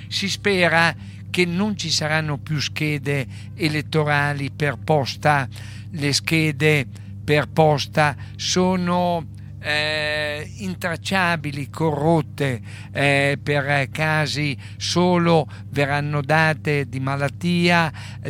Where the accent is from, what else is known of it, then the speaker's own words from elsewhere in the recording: Emilia-Romagna, Italy; essendo un emiliano romagnolo